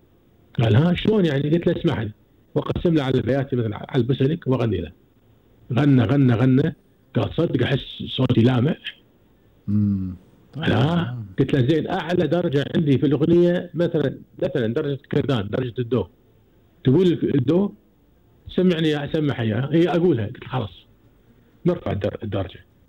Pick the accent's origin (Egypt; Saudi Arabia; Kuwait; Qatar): Kuwait; عندنا في الكويت